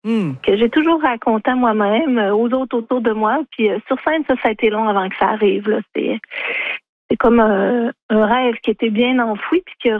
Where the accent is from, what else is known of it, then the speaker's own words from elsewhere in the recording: Black Lake, Quebec, Canada; chez nous à Black Lake